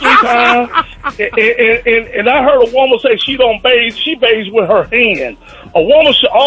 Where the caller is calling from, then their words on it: Florida, United States; I'm from South Florida. I'm from Florida.